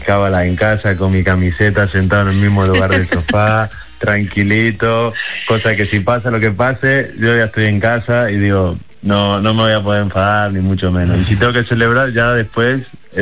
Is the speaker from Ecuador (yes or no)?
no; Argentina; now in Spain; Tú piensas que yo soy el único argentino rodeado entre un grupo de amigos españoles y familiares todos españoles, yo acá estoy como muy solo.